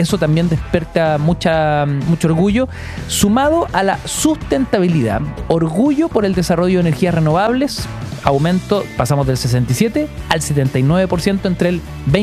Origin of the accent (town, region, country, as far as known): Chile